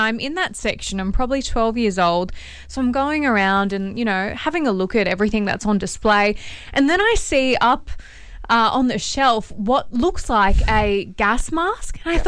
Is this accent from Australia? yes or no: yes; Bowral, New South Wales, Australia; I grew up in Barrel, and my dad, I think maybe every Sunday, used to take us to the Donald Bradman Museum.